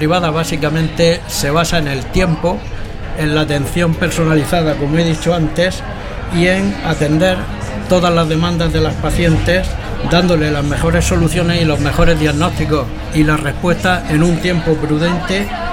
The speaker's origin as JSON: {"language": "Spanish", "town": "Alhama de Murcia", "region": "Region of Murcia", "country": "Spain", "tie": "born or raised there", "lives_now": "Lorca, Spain", "said": "en Alhama de Murcia, que es mi pueblo"}